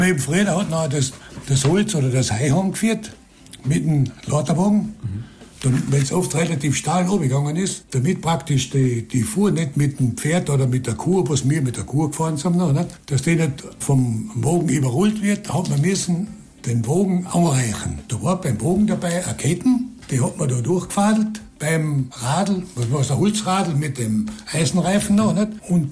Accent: Prebl, Carinthia, Austria; Wo ich aufgewachsen bin, oben in Brebel, da war ich auf 1000 Meter Seehöhe, da war ja überall ziemlich hoch oben, gell?

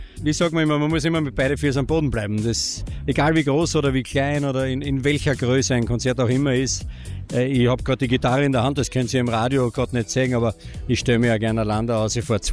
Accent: Graz, Styria, Austria; come sempre, wie wir Italiener aus Graz so sagen.

